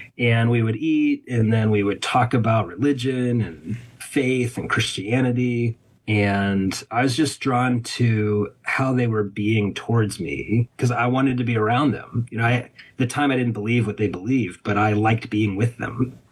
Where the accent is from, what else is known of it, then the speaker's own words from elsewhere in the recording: United States; especially as an American